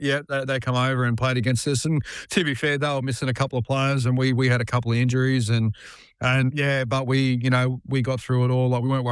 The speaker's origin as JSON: {"language": "English", "country": "Australia", "said": "I'm from Queensland originally in South Australia, so you grew up not liking Victorians very much."}